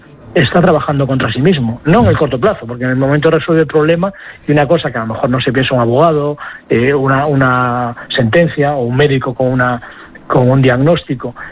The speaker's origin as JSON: {"language": "Spanish", "region": "Galicia", "country": "Spain"}